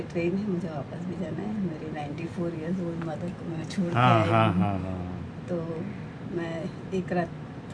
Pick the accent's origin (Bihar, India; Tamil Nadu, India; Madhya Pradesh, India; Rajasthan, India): Tamil Nadu, India; Chennai; born there; now in Ahmedabad, India; मैं retired teacher हूँ, अहमदाबाद से आई हूँ। मेरा बर्थ प्लेस चेन्नई है।